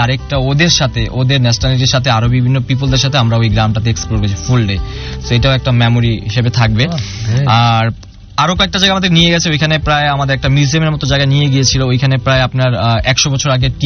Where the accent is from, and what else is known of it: Bangladesh